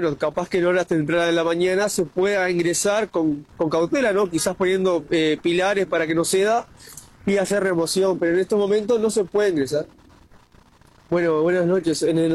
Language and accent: Spanish; Uruguay; Pues en este momento somos 6 efectivos de Uruguay.